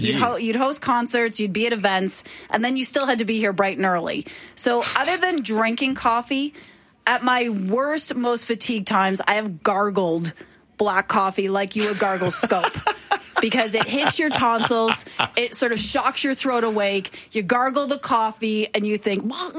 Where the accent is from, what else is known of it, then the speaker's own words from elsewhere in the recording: Oshawa, Ontario, Canada; moved away as an adult; I'm from Oshawa, right outside Toronto.